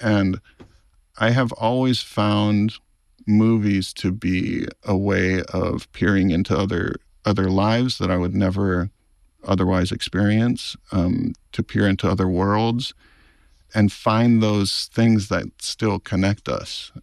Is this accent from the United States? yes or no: yes; Hawaii, United States; I grew up on Maui, a small island in the middle of the Pacific Ocean, and I found connection to the outside world in movie theaters.